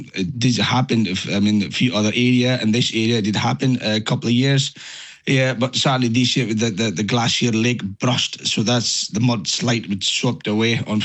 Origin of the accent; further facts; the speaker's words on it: Pokhara, Gandaki Province, Nepal; I'm coming from the Pokhara, so I'm further away, but the badly hit area is in Nuwakot, Rasuwa and Dading